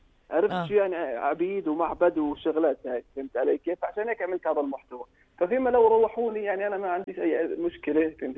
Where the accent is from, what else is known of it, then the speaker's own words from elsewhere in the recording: Jordan; أنا أردني